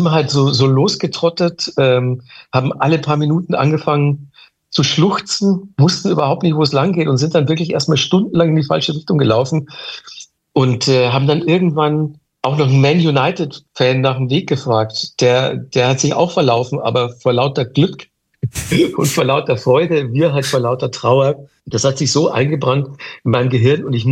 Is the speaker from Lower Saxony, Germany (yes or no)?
no; Manching, Bavaria, Germany; born or raised there